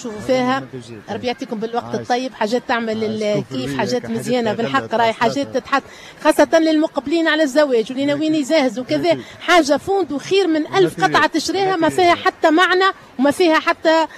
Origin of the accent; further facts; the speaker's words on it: Tunisia; ما نكبروا كان ببعضنا التوانسة